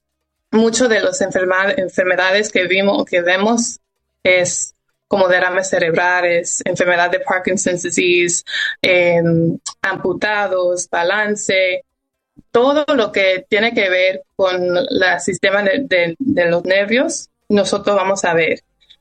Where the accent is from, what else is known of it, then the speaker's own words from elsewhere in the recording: United States; born there; Mi papá es de México, mi mamá es de República Dominicana y yo nací aquí. Desde pequeña, mis papás me pusieron a hablar español.